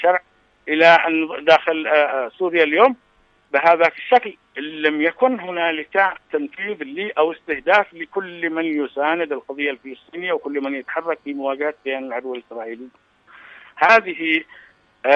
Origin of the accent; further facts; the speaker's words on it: Yemen; ودفاع عن كرامتنا كيمنيين